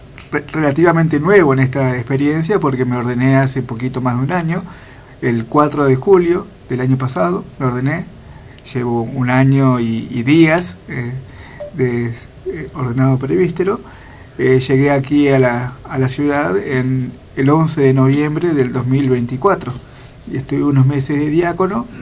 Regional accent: Argentina; yo soy oriundo de la ciudad de Vaso del Vaso, acá cerquita, 60 kilómetros. Ahí me crié, me malcrié también. Hice toda mi infancia, la escuela primaria, secundaria, la catequesis en la parroquia San José Obrero

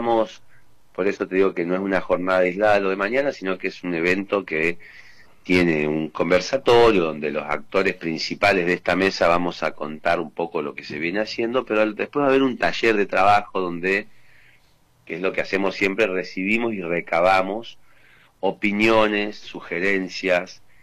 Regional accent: Neuquén, Argentina; Nosotros somos los neuquinos del vehículo particular

